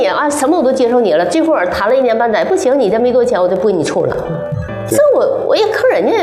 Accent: Northeast China, China; 我是东北人嘛，说话就是比较直。

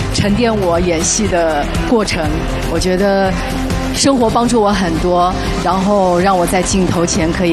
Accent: Shanghai, China; 其实我是上海人，然后白玉兰对上海人一定不会陌生。

